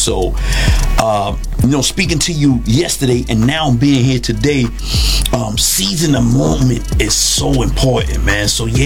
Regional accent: Bronx, New York, United States; Growing up in the Bronx, of course, they say we are the Mecca of it all.

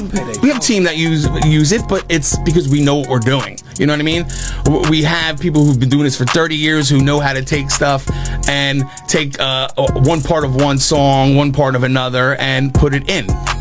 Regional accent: Parsippany, New Jersey, United States; now in Keyport, United States; I'm from Jersey. Parsippany originally. Now I live in Keyport, New Jersey.

